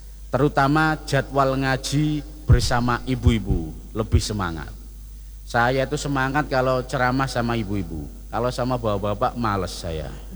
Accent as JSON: {"language": "Indonesian", "town": "Sidoarjo", "region": "East Java", "country": "Indonesia", "accent": "East Javanese (Jawa Timuran)", "said": "Yang paling parah tempat saya Sidoarjo Surabaya"}